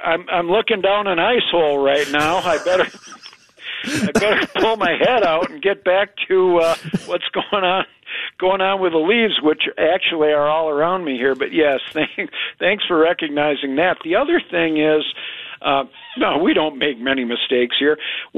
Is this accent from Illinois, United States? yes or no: no; near Door County, Wisconsin, United States; I grew up near Door County.